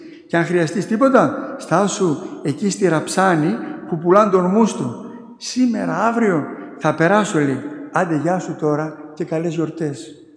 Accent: Thessaloniki, Central Macedonia, Greece; εγώ Θεσσαλονίκη είμαι

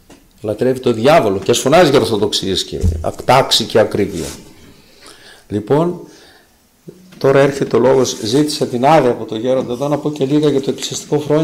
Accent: Greece; Σε εμάς τους Έλληνες.

